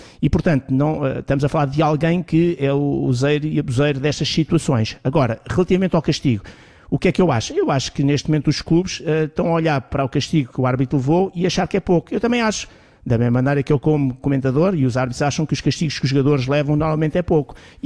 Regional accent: Mafra, Lisbon, Portugal; born there; hoje também é um dia especial aqui para a minha região

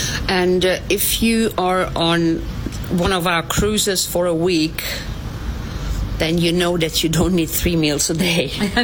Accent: Germany

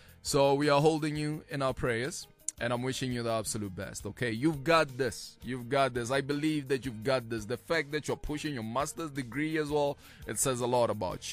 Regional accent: Pretoria, Gauteng, South Africa; growing up in Pitori

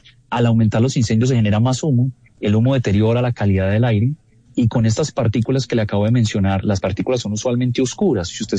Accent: Colombia

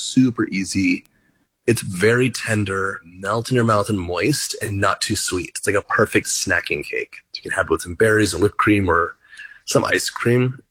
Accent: United States; As an American, I love pumpkin.

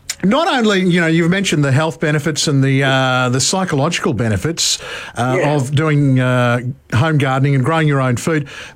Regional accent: Queensland, Australia; moved away; I grew up in North Queensland, and I remember our house, we had four mango trees.

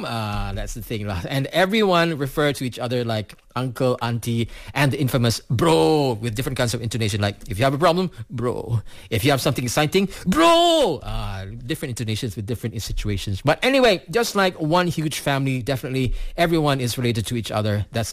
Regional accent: Malaysia; that's the best part of being Malaysian

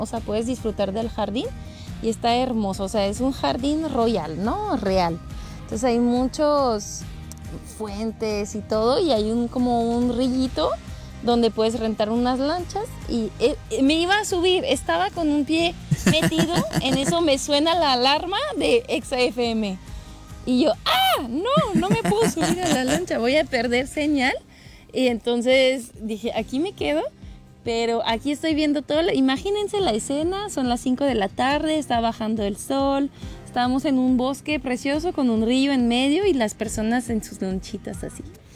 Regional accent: France; accent: French; Spanish is a second language; moved away as an adult; now in Chihuahua, Mexico; yo soy de Francia, por eso el acento medio a veces raro. Soy de acá, yo viví toda mi vida aquí, crecí todo, la universidad aquí. Y pues llegué a Chihuahua, ¿no? Después.

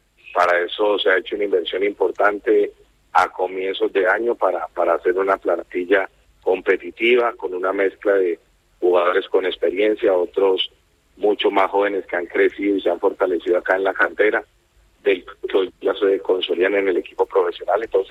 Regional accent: Colombia; Entonces seguramente como colombiano y como entrenador que soy

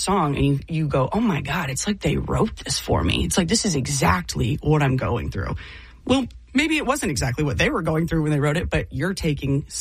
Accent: Worthington, Ohio, United States; born or raised there

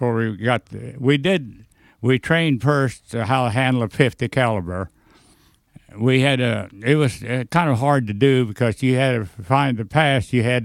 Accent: Dalhart, Texas, United States

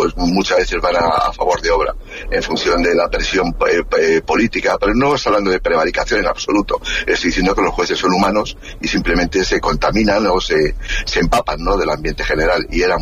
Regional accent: Castile, Spain

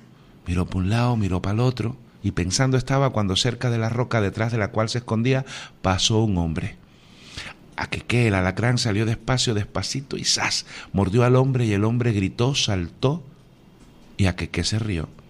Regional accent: Cuba; Bueno, soy un cubano de toda la vida, caribeño

